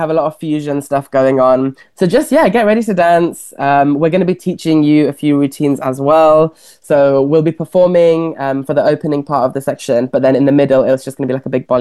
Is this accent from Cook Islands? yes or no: no; Leicester, East Midlands, United Kingdom; I grew up in Leicester